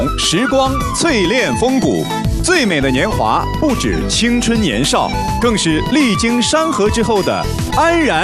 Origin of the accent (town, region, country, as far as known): China